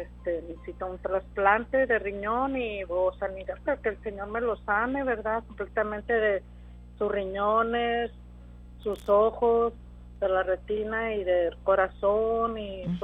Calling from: Taylor, Texas, United States; De acá de Taylor, Texas, hermana.

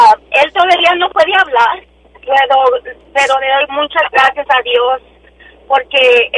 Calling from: McAllen, Texas, United States; ahorita estoy en McAllen

